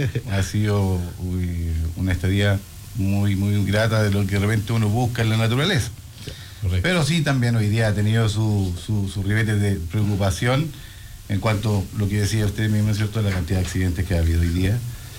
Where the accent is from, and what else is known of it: Curacautín, Araucanía, Chile; born or raised there; also born or lived in Santiago; now in Coyhaique, Chile